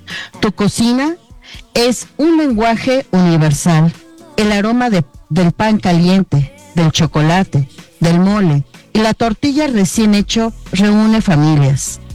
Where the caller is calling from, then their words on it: Mexico City, Mexico; escucho desde mi casa, que se encuentra en la alcaldía Iztapalapa.